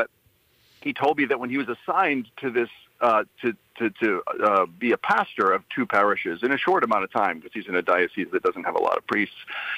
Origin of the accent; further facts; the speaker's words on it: New England, United States; I'm from New England, and I have a number of family members from New Jersey.